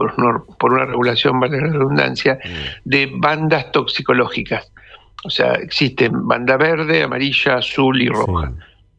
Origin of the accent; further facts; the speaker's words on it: Entre Ríos, Argentina; Yo soy de Entre Ríos, tenemos la provincia con menos regulaciones